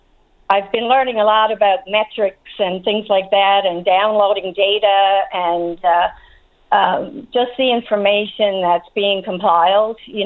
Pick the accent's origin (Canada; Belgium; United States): Canada; Trepassey, Newfoundland and Labrador; I grew up in Trepassey. Nobody begrudged a neighbor a feed of fish. That's how we were raised.